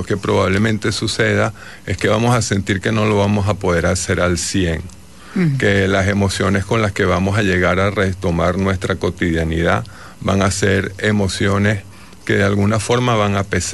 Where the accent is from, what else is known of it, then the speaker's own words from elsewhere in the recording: Venezuela; Nosotros como venezolanos formamos parte de un grupo social